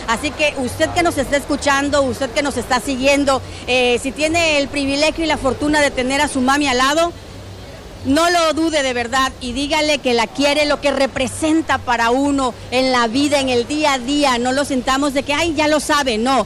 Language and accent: Spanish; Tabasco, Mexico; esas grandes mujeres que somos las mexicanas, las tabasqueñas